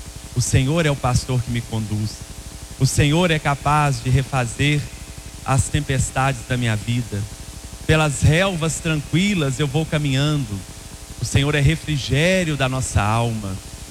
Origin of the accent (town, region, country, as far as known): Brazil